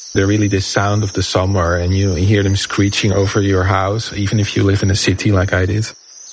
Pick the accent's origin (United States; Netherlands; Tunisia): Netherlands; Haarlem, North Holland; moved away; I grew up in the Netherlands, close to the sea in the city of Haarlem.